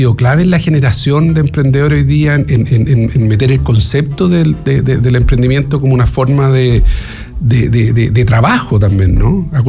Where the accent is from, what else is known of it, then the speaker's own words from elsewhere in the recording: Chile; nosotros como chilenos